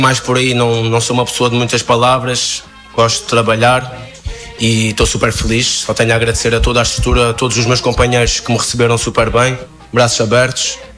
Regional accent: Azores, Portugal; born there; moved away; Nasci nos Açores, São Miguel, são umas ilhas em Portugal.

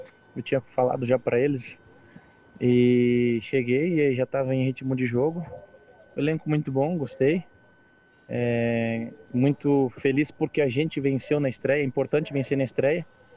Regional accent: Santa Catarina, Brazil; now in Paraná, Brazil; eu sou catarinense, né?

